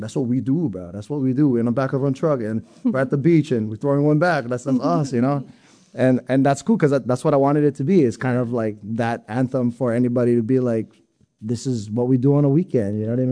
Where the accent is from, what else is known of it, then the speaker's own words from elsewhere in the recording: Hawaii, United States; you'd almost naturally start to lose what makes us unique and special here in Hawaii, especially as a Hawaiian